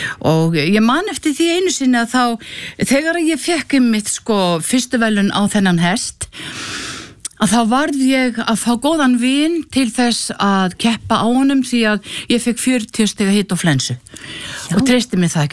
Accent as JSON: {"language": "Icelandic", "town": "Hvolsvöllur", "region": "Southern Region", "country": "Iceland", "tie": "born or raised there", "also_born_or_lived": "Rauðalækur / Djúpadalur", "said": "Ég að mestu leiti alinn upp á Hvolsvelli. Ég fædd á Rauðalæki Holtum, svo flýst ég í Djúpadal, svo flýst ég á Hvolsvell og svo á Sunnukvol sem rétt bara utan við Hvolsvöll"}